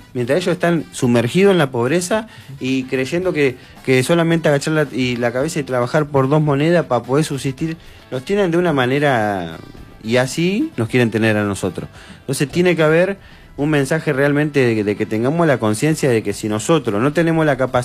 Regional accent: Argentina; somos todos argentinos

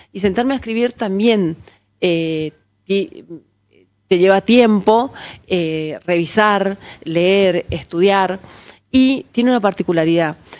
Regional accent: Buenos Aires, Argentina; yo soy porteña, pero soy hija de Correntina.

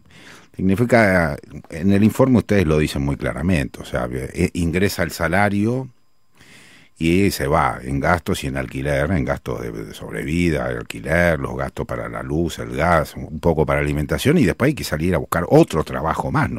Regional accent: Rosario, Santa Fe, Argentina; yo soy rosarino, ¿viste?

